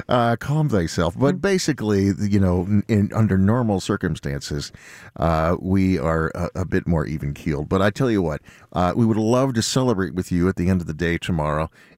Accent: Florida, United States; I grew up in Florida. I did grow up listening to public radio

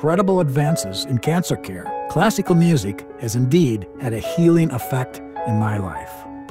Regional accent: Minneapolis, Minnesota, United States; I'm from Minneapolis.

